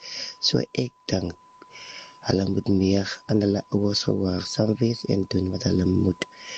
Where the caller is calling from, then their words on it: Robertson, Western Cape, South Africa; ek is hier van die Robertson.